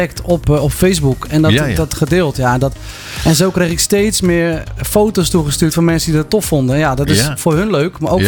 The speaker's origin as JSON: {"language": "Dutch", "town": "Capelle aan den IJssel", "region": "South Holland", "country": "Netherlands", "tie": "born or raised there", "also_born_or_lived": "Rotterdam", "said": "ik ben in Rotterdam geboren. En uiteindelijk zijn mijn ouders toen naar Capelle aan de IJssel verhuisd. Dus ja, mijn basisschool was ook in de buurt van het Schollebos. Dus wij waren heel veel daar."}